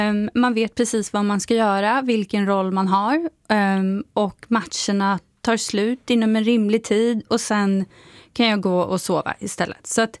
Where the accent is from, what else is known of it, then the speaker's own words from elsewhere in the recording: Torsåker, Gävleborg County, Sweden; now in Uppsala, Sweden; det utrymmet fanns inte alls där jag kom ifrån, Torsåker och Hofors kommun. För där har ju Socialdemokraterna och Vänsterpartiet haft majoritet sedan demokratin.